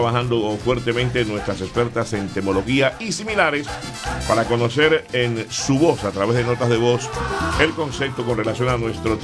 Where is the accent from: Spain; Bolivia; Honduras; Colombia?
Colombia; 7:10. En mi país, Colombia.